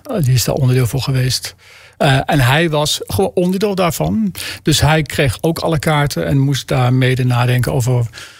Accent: Flevoland, Netherlands; born there; ik kom ook uit Flevoland. Dus ik, sinds kind ga ik al naar het Veluwemeer.

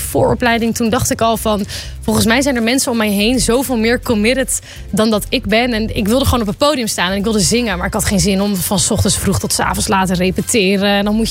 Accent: Hoorn, North Holland, Netherlands; born there; now in Amsterdam, Netherlands; Ik ben geboren in Horen.

